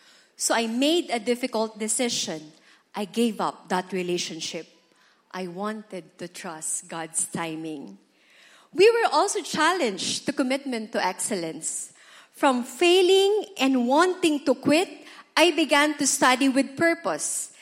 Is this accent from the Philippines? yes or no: yes; Tabaco, Bicol Region, Philippines; born or raised there; moved away as an adult; also born or lived in Manila